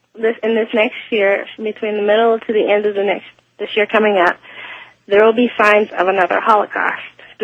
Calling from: Wichita, Kansas, United States; I'm calling from Wichita, Kansas.

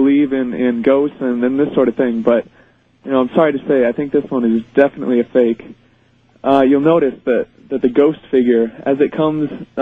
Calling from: Boulder, Colorado, United States; I'm calling from Boulder, Colorado.

